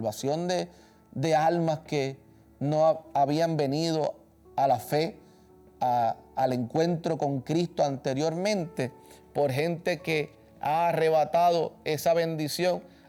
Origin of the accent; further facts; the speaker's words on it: Puerto Rico; ya el lunes estoy de regreso en mi país, en la Isla del Cordero, país de bendición.